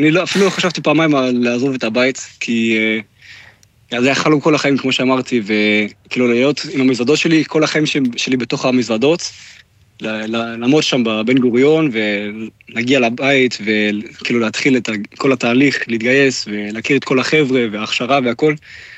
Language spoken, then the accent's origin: Hebrew; Germany; Hebrew is a second language; moved away as an adult; now in Israel; גדלתי בגרמניה, בנוחות ולהיות לא בטוח בגרמניה, אז כן, וגם זה אחד, ושתיים, גדלתי בבית ציוני מאוד